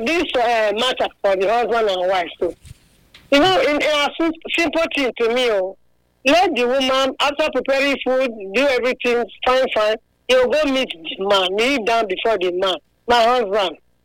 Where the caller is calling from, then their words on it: Abuja, Federal Capital Territory, Nigeria; I am a mother from Abuja.